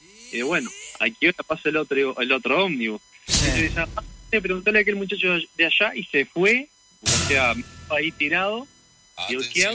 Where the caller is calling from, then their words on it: Montevideo, Uruguay; Yo soy de Montevideo